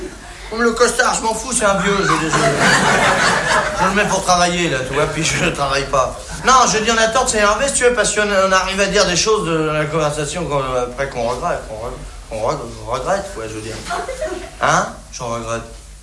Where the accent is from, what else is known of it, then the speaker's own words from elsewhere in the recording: France; Ouais, bah, je suis bien blasé, hein, je suis français.